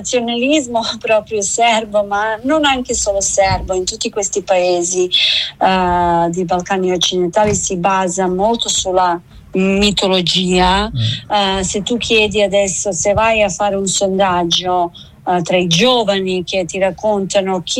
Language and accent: Italian; Serbia; Italian is a second language; moved away; che sono serba